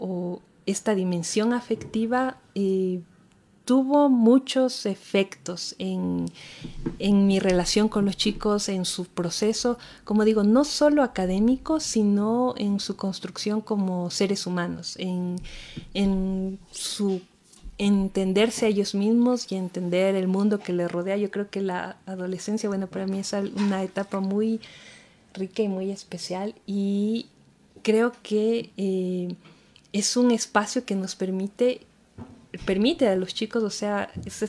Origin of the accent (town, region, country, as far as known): Ecuador